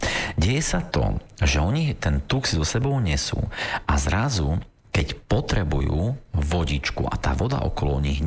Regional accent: eastern Slovakia, Slovakia; Totižto u nás na východe sa hovorí, neviem, či aj u vás, milí Nitrania a milí Zvolenčania a ďalší, neviem, či aj u vás sa to hovorí, ale u nás sa tak hovorí, že všetko so všetkým skapčano.

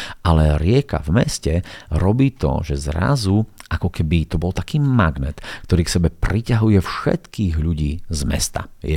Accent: Bratislava, Bratislava Region, Slovakia; born there; now in Košice, Slovakia; lebo ja som sa narodil v Bratislave, bývam teraz v Košiciach, tak som východňar

